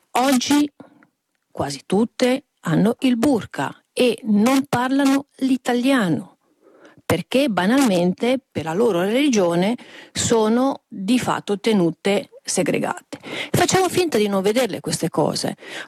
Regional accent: La Spezia, Liguria, Italy; sono di La Spezia.

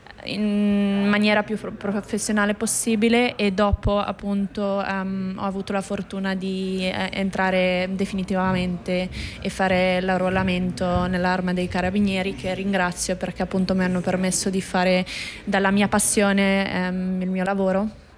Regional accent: Anterselva, Trentino-Alto Adige, Italy; essendo nata e cresciuta lì.

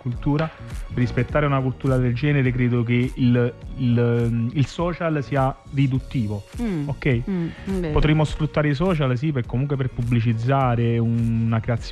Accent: Naples, Campania, Italy; noi siamo di Napoli, mio padre era di Napoli, e quindi Napoli è sempre stato il punto di partenza.

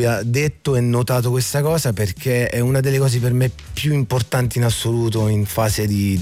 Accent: Abruzzo, Italy; accent: Abruzzese dialect

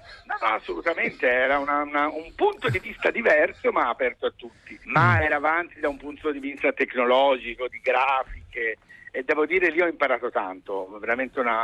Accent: Florence, Tuscany, Italy; Io sono di Firenze

